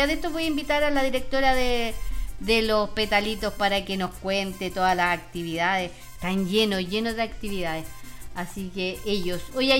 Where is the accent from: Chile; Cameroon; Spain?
Chile; si somos chilenos, y somos chilenos, somos buenos y colaboradores